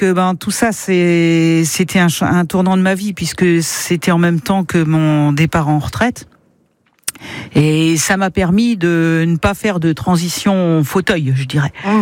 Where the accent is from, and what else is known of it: Hauts-de-France, France; now in Auneuil, France